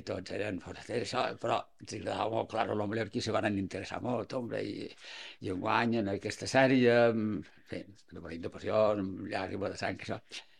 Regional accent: Palma, Balearic Islands, Spain; I vaig néixer allà i me vaig criar

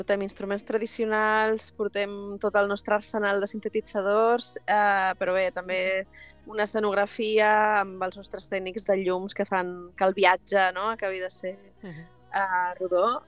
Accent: Ibiza, Balearic Islands, Spain; jo soc eivissenca, però no tenia família d'allà

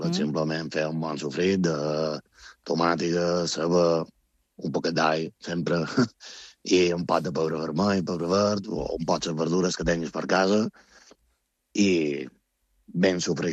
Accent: Balearic Islands, Spain; clar, nosaltres som de Menorca, sota ella, un poble petit... entre cometes, tots mos coneixem

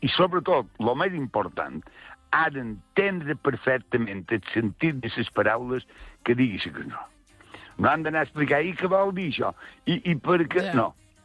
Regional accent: Mallorca, Balearic Islands, Spain; Jo som la terra de Mallorca.

